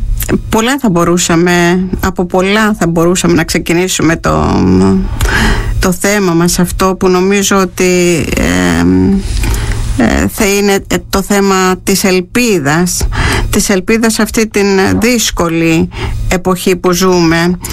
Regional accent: Greece

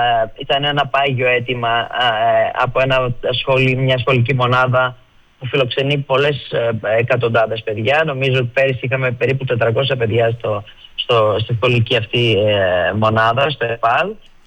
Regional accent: Western Macedonia, Greece; ειδικά στο χωριό μου εκεί στην Καστοριά

